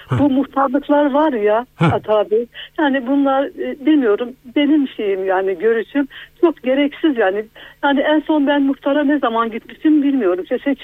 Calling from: Ankara, Turkey; Ben Ankara'dan arıyorum sizi.

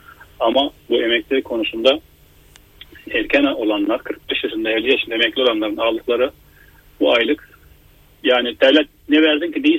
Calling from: Austria; Avusturya'dan arıyorum.

